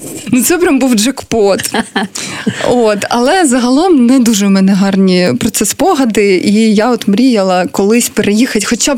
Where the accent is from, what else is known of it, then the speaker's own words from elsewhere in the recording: Kharkiv, Kharkiv Oblast, Ukraine; І тут уже люди дивуються, що я з Харкова.